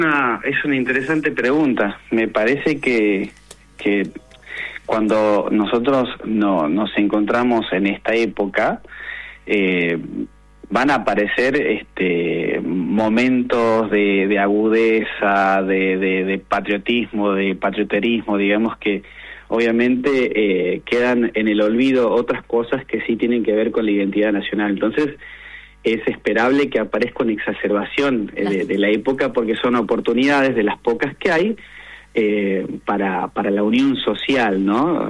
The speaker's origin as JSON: {"language": "Spanish", "country": "Argentina"}